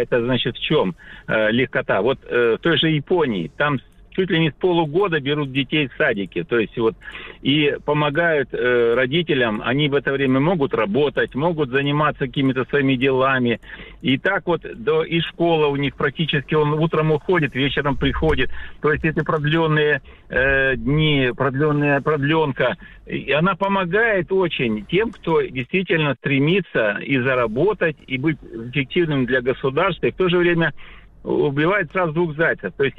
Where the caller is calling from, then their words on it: Sakhalin Oblast, Russia; Я с Сахалина.